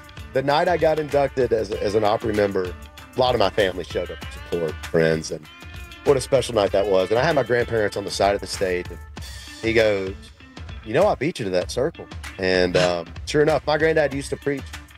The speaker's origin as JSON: {"language": "English", "town": "Tullahoma", "region": "Tennessee", "country": "United States", "tie": "born or raised there", "said": "I do my charity, my children's charity event in my hometown in Tullahoma, Tennessee, at the high school."}